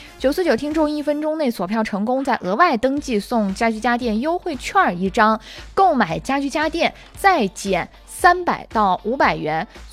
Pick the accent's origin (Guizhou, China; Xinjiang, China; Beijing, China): Xinjiang, China; 有七种家常的蔬菜也是咱们新疆人初秋贴秋膘的一个绝佳选择。